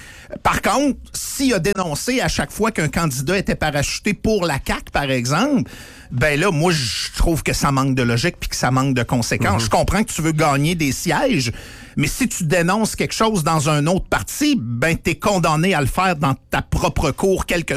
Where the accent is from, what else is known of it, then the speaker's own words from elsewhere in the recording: Saguenay, Quebec, Canada; moved away as an adult; now in Quebec City, Canada; Ça fait 25 ans que je suis à Québec, presque 30 ans que je suis à Québec. Je suis pas un gars de Québec. Je serai jamais un gars de Québec. Je suis un gars du Saguenay. Je suis parachuté ici pour ma job.